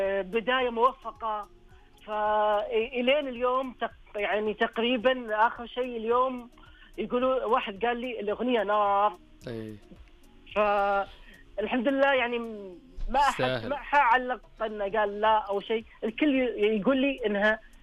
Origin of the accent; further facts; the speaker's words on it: Dammam, Eastern Province, Saudi Arabia; أنا سعودي. أنا سعودي. من أهل الشرقية، الدمام.